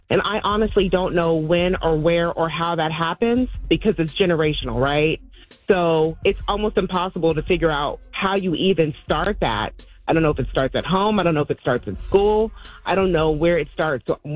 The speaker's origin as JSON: {"language": "English", "region": "East Coast", "country": "United States", "moved": "yes", "lives_now": "Kansas City, United States", "said": "I don't understand Kansas City. I'm from the East Coast, and I feel safer going home than I feel going anywhere here."}